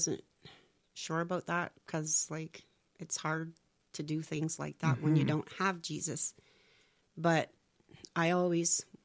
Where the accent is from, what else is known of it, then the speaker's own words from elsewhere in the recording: Gary, New Brunswick, Canada; now in Burtts Corner, Canada; I've lived in Burt's Corner for the last 13, 14 years. I was raised in Gary since I was four.